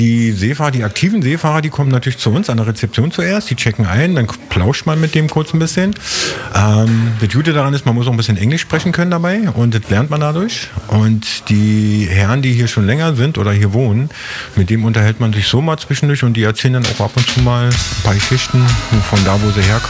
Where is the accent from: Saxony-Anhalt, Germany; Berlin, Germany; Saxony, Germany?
Berlin, Germany; moved away; Ursprünglich komme ich ja aus Berlin